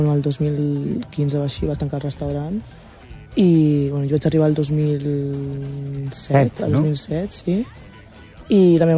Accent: Dakar, Senegal; Jo soc de Dakar.

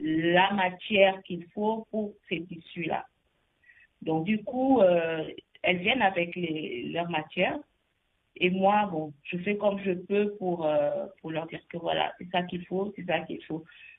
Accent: Senegal; born there; Voilà, de parents nigérians, je suis née au Sénégal.

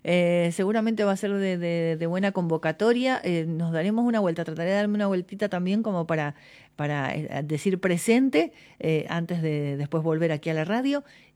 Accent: Mendoza, Argentina; De nuestro origen, origen como provincia, como argentinos

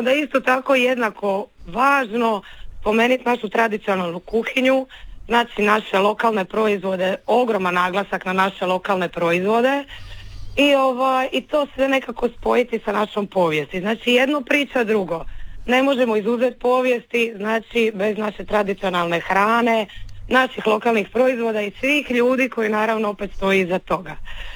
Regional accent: Dalmatia, Croatia; mi smo Dalmatinci

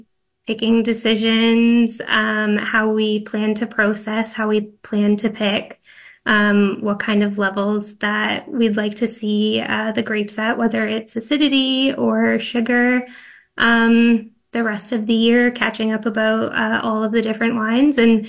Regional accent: Ontario, Canada; So I grew up in the Niagara region.

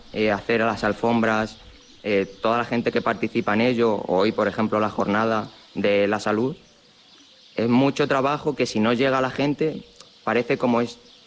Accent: Los Navalmorales, Castilla-La Mancha, Spain

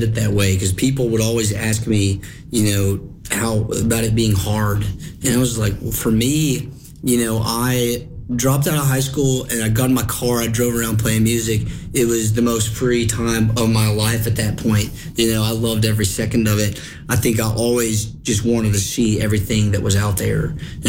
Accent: Morristown, Tennessee, United States; I grew up in Morristown, Tennessee.

